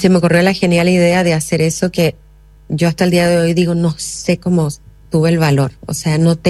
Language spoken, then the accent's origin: Spanish; Chile